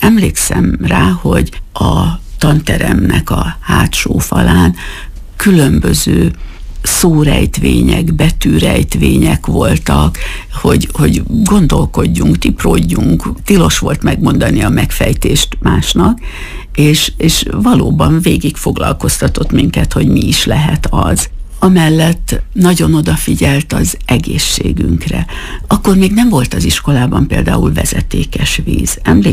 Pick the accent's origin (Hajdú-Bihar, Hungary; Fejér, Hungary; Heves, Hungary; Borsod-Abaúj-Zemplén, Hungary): Borsod-Abaúj-Zemplén, Hungary; Miskolc; Miskolcon mi magunk szintén falusi életet éltünk, mert Szirmán laktunk, úgyhogy én ilyen hűséges típus vagyok, mert Szirmán nőttem föl, a szirmai általános iskolába jártam 8 évig